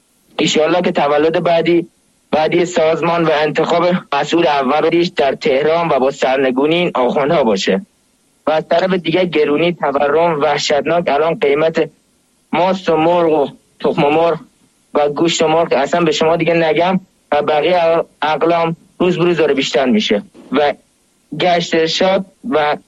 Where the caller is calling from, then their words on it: Neyshabur, Razavi Khorasan, Iran; از نیشابورم.